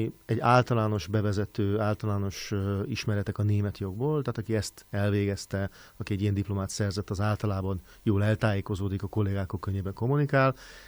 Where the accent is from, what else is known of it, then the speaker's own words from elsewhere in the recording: Pécs, Baranya, Hungary; Pécsi Egyetemen végeztem. Ott én pécsi vagyok, pécsi származású vagyok egyébként is, és ott folytattam a tanulmányaimat, majd Németországban is tanultam még, Frankfurtban.